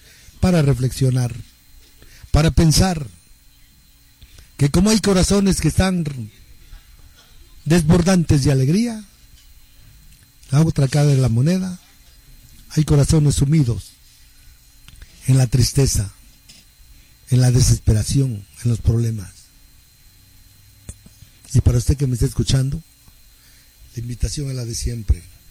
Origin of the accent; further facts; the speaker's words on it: San Pablo Huixtepec, Oaxaca, Mexico; mi gente de acá de San Pablo Ixtepec.